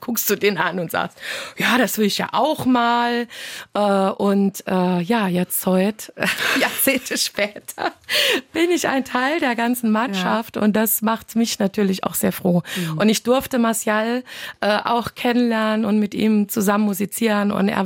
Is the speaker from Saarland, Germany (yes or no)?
yes; Saarland, Germany